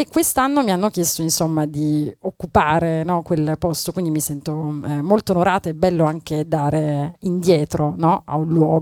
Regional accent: Turin, Piedmont, Italy; Reset Festival è un appuntamento torinese, io e la mia città d'origine, forse si sente

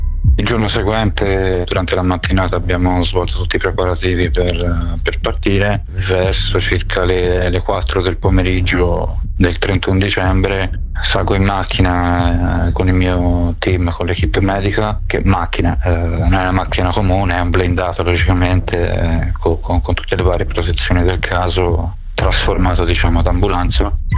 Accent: Tuscany, Italy; moved away; Vengo dalla provincia di Firenze, ho 34 anni e in questo momento mi trovo in un centro di riabilitazione militare in periferia di Kiev.

